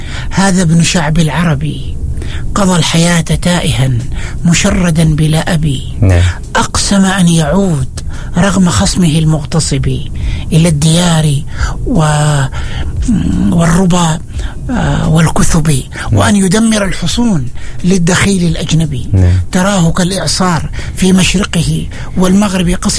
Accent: Oman; moved away; also born or lived in Kuwait; قلت له: نعم أنا عماني.

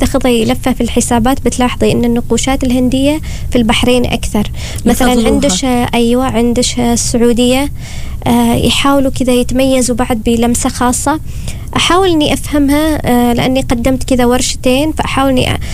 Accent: Oman; مقارنة بالأسعار الموجودة مثلا عندنا في عمان هنا

